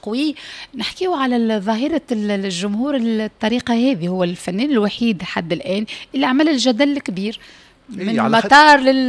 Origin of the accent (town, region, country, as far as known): Tunisia